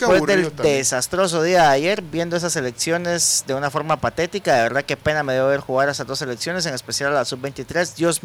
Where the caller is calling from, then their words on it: Cantel, Quetzaltenango, Guatemala; de Cantel. Hoy sí luto por el deporte de Guatemala.